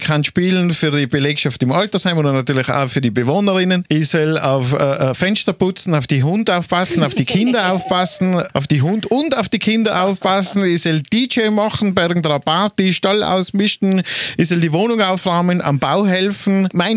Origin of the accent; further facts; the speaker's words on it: Grins, Tyrol, Austria; Aber ich habe einmal versucht, nach Grins zu fahren. Auf meine Heimatgemeinde, da habe ich die letzten 200 Meter habe ich schon geschoben.